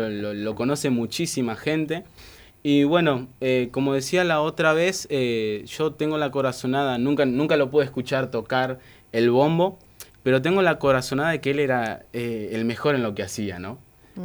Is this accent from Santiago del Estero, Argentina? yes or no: yes; Clodomira, Santiago del Estero, Argentina; la premisa inicial que tengo como artista es elevar la bandera de Clodomira y la de Santiago también